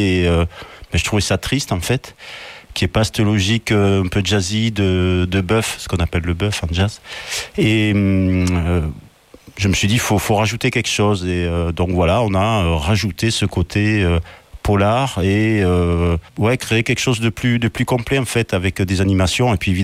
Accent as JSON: {"language": "French", "town": "Viala-du-Tarn", "region": "Occitanie", "country": "France", "tie": "born or raised there", "said": "je suis originaire du Viala du Tarn"}